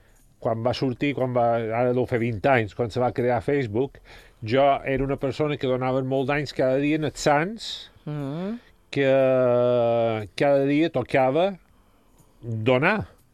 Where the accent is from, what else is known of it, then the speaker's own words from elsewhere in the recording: Santa Margalida, Balearic Islands, Spain; la patrona de Santa Maria Lídia, que és el meu poble